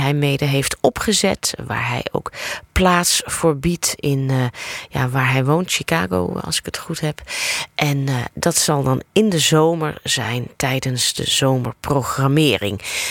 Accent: Amsterdam, North Holland, Netherlands; In en vanuit de Ons Lieve Vrouwenkerk aan de Keizersgracht in Amsterdam. En ja, ik vind dat dan toch ook wel extra leuk als ik het erbij mag vermelden. Want dat is dus eigenlijk mijn, de plek waar ik opgegroeid ben.

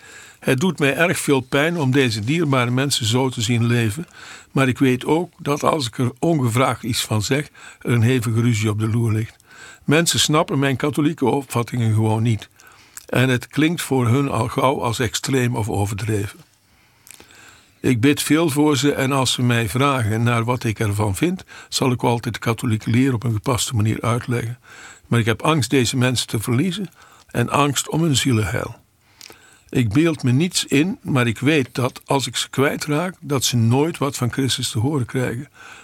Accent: Montferland, Gelderland, Netherlands; De regio waar ik vandaan kom, Montferland, is van oudsher katholiek gebied.

